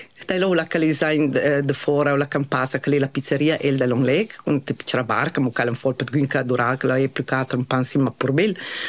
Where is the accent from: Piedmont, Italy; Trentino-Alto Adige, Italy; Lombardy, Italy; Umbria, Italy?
Trentino-Alto Adige, Italy; Corvara; Io sono cresciuta su a Corvara, io sono giù da scuola in Corvara.